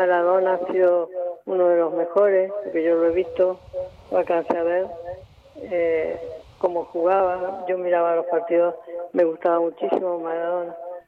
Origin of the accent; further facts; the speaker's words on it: Argentina; Yo como argentina que soy, para mí que gane el mejor.